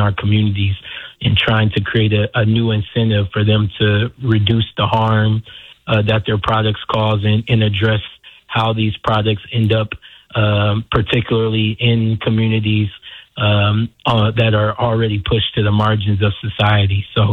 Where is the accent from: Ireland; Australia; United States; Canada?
United States; South Bend, Indiana; moved away as an adult; now in Chicago, United States; I'm from South Bend, Indiana, originally